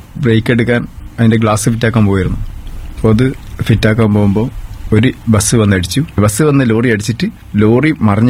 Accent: Malur, Kerala, India; വീട് മാലൂരാണ്, മാലൂർ കപ്പറ്റപ്പയിൽ.

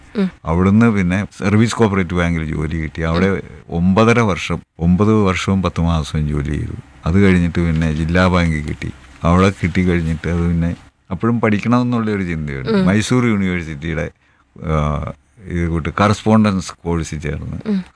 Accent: Thodupuzha, Kerala, India; തൊടുപുഴ അരിക്കുഴ എന്ന് പറഞ്ഞ ഗ്രാമത്തിലാണ് ഞാൻ ജനിച്ചതും വളർന്നതും. അരിക്കുഴ ASS UPSലാണ് പഠിച്ചത്. മണക്കാട് NSS ഹൈസ്കൂളിലാണ് ഹൈസ്കൂൾ വിദ്യാഭ്യാസം നേടിയത്.

